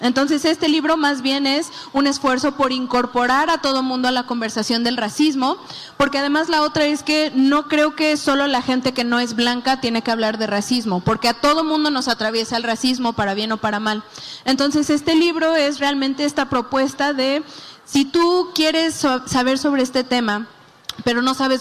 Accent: Veracruz, Mexico; moved away as an adult; no solo en la Ciudad de México, yo soy de Veracruz, viví aquí varios años

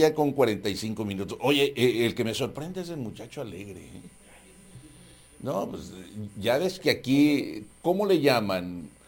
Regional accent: Tijuana, Baja California, Mexico; moved away; also born or lived in Nayarit, Mexico; Una cosa es de que haya nacido, yo por ejemplo, nací en el estado de Nayarit, ¿sí? Pero si me preguntan, ¿Nayarit? Qué bueno que Nayarit sí. Nací, pero yo soy más tijuanense que el agua de la presa

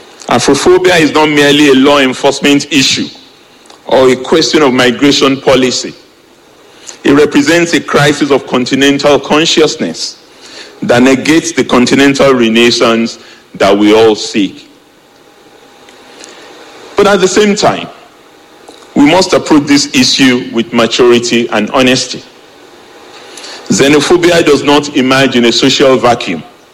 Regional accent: Nigeria; I'm a Nigerian.

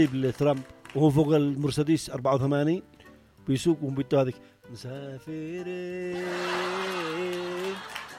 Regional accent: Morocco; وتري السجارة عندنا في المغرب وعشاء ثلاثة أيام.

